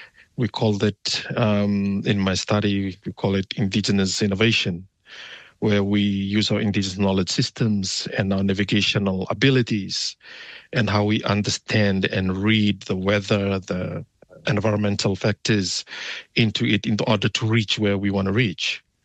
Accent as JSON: {"language": "English", "region": "Northern Division", "country": "Fiji", "second_language": "English", "moved": "yes", "lives_now": "New Zealand", "said": "I introduce myself in my dialect I'm originally from Fiji in the district of Ndongotui, in Maduata, that's in Vanua Levu, Fiji"}